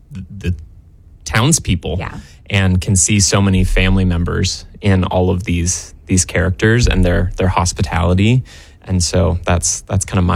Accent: Canada; But I relate to the show because I am a dual citizen. I am also Canadian.

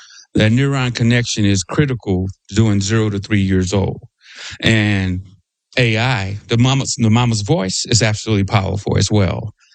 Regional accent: Madison, Illinois, United States; I'm from Madison, Illinois, so on the east side.

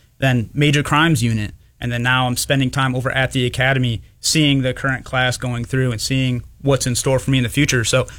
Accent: Rushford, New York, United States; moved away as an adult; also born or lived in Schofield Barracks, Hawaii; So I grew up in Rushford, New York, went to high school and Fillmore Central School down in Allegheny County.

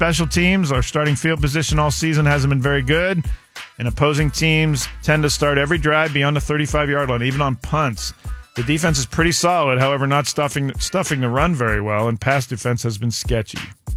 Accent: Ohio, United States; moved away; Ohio, my native state.

